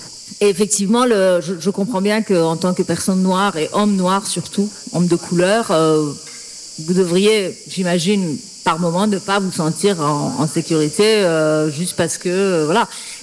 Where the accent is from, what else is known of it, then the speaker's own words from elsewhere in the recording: Iran; Par ailleurs, venant du pays dont je viens, d'Iran, mon rapport à la police ou à l'autorité, je me méfie d'office.